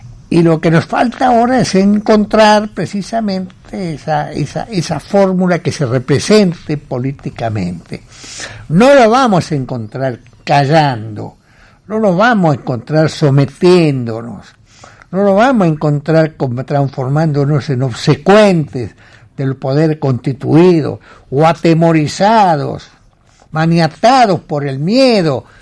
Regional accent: Argentina; esta Argentina, mi país

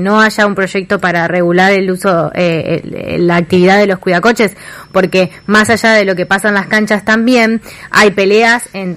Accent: Santa Fe, Argentina

